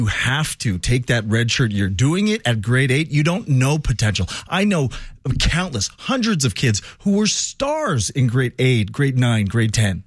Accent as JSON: {"language": "English", "town": "Montreal", "region": "Quebec", "country": "Canada", "tie": "born or raised there", "said": "he's a hero to me growing up in Montreal."}